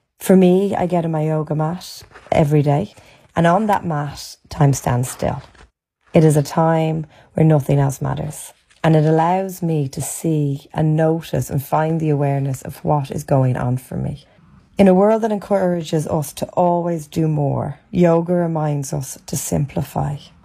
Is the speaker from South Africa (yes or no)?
no; Ireland; I'm from Ireland. I live in Dublin